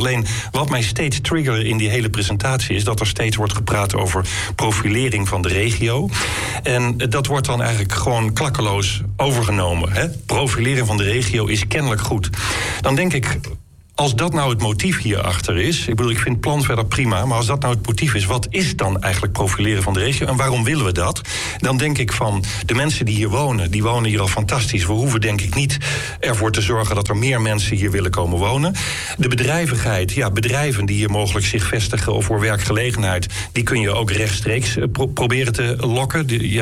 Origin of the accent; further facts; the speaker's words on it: Groningen, Netherlands; Maar ik voel zelf, ik ben ook Groninger, ik voel zelf niet per se de behoefte om in de rest van het land een ander imago te krijgen.